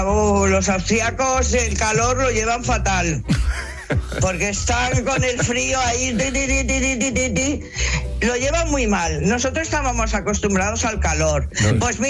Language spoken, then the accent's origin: Spanish; Madrid, Community of Madrid, Spain; now in Barcelona, Spain; Yo soy de Madrid. Yo vivo aquí en Barcelona hace muchísimos años, pero soy de Madrid